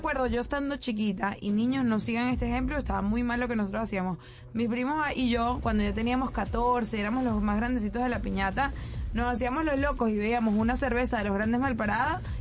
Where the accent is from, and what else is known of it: Venezuela